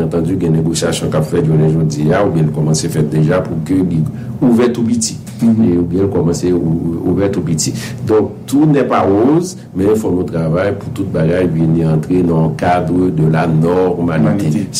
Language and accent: French; Haiti